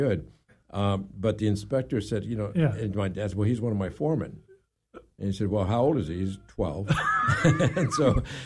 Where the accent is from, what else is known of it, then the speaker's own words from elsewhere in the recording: Valdez, Alaska, United States; I loved growing up in Valdez.